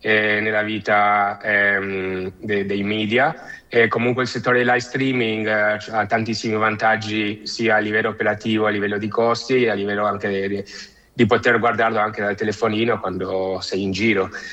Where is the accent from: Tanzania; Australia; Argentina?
Argentina; Buenos Aires; also born or lived in Genoa; Io sono originario di Genova, ma sono partito da bambino quando avevo più o meno 3 anni e verso Sud America. Ho vissuto quasi tutta la mia vita in Argentina, a Buenos Aires